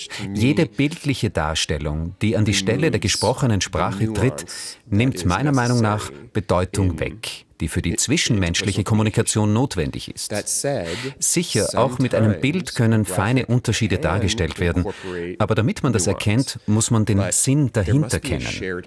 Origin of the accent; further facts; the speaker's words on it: Canada; also born or lived in United States; Ich meine mit wir Kanada. Ich bin Kanadier, geboren in den USA.